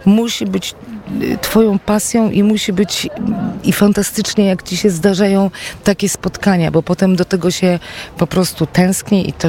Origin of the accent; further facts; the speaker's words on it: Warsaw, Masovian Voivodeship, Poland; ja wychowałam się na Inflanckiej, czyli na wspaniałym osiedlu z białymi wielkimi balkonami